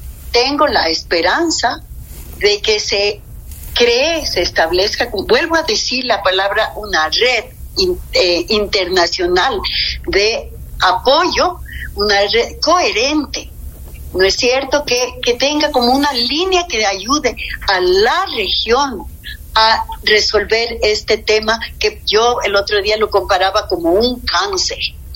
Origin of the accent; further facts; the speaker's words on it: Ecuador; primero necesitamos como seres humanos, como ecuatorianos, necesitamos el tener conocimiento